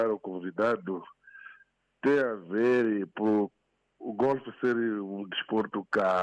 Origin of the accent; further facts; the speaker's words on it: Inhambane, Mozambique; now in Congolote, Matola, Mozambique; por Inhambane, minha terra natal, ser a capital do Golfo Moçambique.